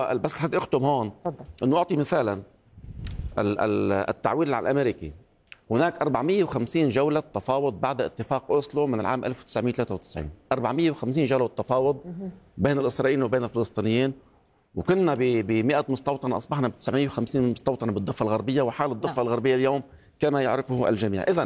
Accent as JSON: {"language": "Arabic", "country": "Lebanon"}